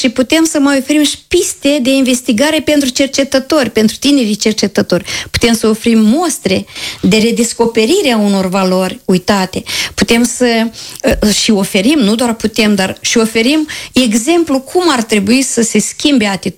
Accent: Moldova; am fost, cred că, 9 din Republica Moldova, cercetători, istorici

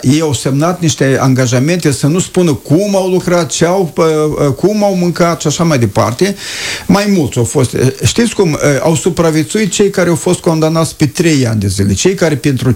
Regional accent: Căușeni, Căușeni District, Moldova; eu sunt din Căușeni, am prins foști deportați care se adunau ei între dânși și între dânși și vorbeau.

